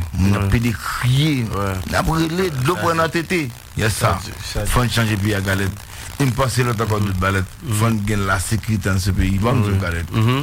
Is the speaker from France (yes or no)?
no; Haiti; nous sommes un haïtien qui est conscient de vivre en Haïti.